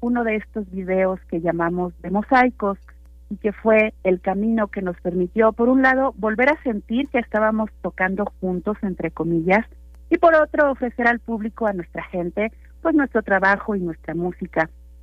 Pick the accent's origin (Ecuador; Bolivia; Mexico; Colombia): Mexico; obras que reconocemos como mexicanos y mexicanas